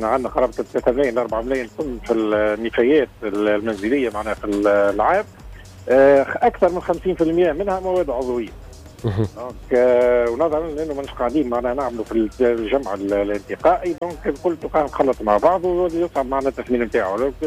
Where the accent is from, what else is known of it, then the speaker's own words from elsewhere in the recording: Tunisia; عندنا في تونس